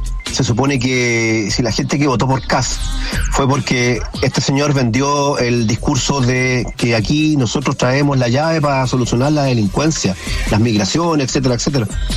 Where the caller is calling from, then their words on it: Viña del Mar, Valparaíso, Chile; desde Viña del Mar.